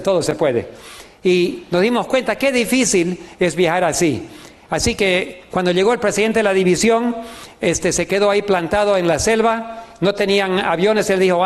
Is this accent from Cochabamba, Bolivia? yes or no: no; Trinidad, Beni, Bolivia; Ahí nos criamos en Trinidad, yendo por diferentes lugares, y bueno, es la herencia que hemos recibido de nuestros padres consagrados.